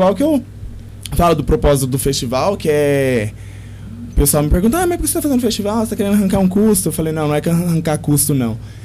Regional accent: Monte Alto, São Paulo, Brazil; Nascido e criado aqui em Monte Alto, lá no bairro Alvorada. Nasci e criado lá, né?

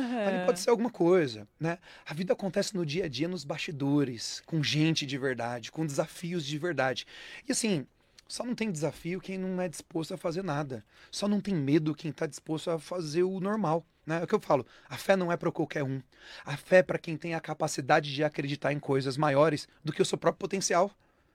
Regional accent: Taboão da Serra, São Paulo, Brazil; eu morei a minha infância e a minha adolescência toda em Taboão da Serra. No baixo Jardim, chamado Jardim Salete, na periferia de Taboão da Serra.

